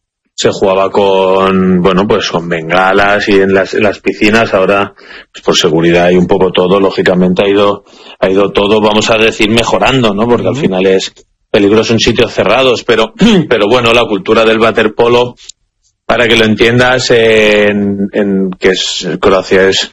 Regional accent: Spain; La verdad que yo soy español, iré con España

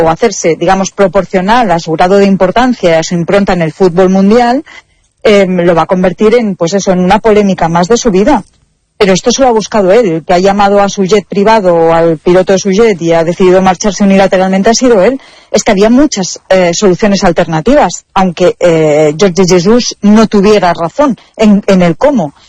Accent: Spain; Yo soy española, no portuguesa.

